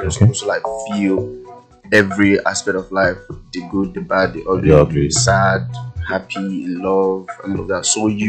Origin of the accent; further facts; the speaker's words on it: Anambra, Nigeria; From Anambra State.